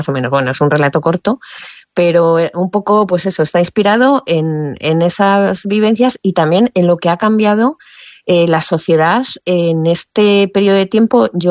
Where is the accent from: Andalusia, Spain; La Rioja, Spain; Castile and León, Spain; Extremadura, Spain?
Castile and León, Spain; Piedrahíta; also born or lived in Martínez; Como sabes, soy de un pueblo, aunque realmente he vivido toda mi vida desde un año en Piedrahíta, pero mis raíces, yo nací en Martínez, ¿no?, que es un pueblo muy pequeñito, mucho más pequeño que Piedrahíta, muy cercano a Piedrahíta, del que mis padres se trasladaron cuando éramos pequeños